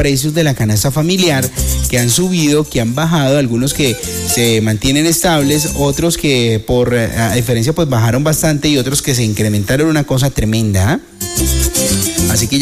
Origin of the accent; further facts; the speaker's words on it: Meta, Colombia; No soy del Huila, soy del Llano, soy del Meta